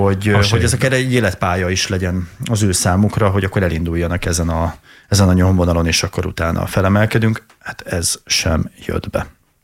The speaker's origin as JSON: {"language": "Hungarian", "town": "Tata", "region": "Komárom-Esztergom", "country": "Hungary", "also_born_or_lived": "Budapest", "said": "Én egyébként tatai vagyok, és imádom a várost. Nekem ott jó. De Budapest is olyan, hogy én laktam a 16. kerületben, Mátyásföldön, hát az olyan, mintha vidéken élnél."}